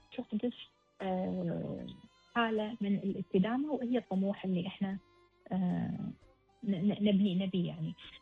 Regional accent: Kuwait; ثقافة إحنا كشعب كويتي مجبولين عليها

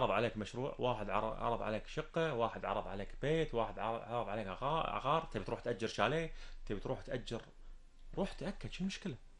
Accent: Kuwait; إحنا عندنا بالكويت

